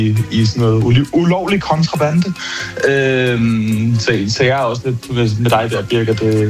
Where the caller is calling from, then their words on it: Frederiksberg, Capital Region of Denmark, Denmark; Jeg ringer fra Frederiksberg.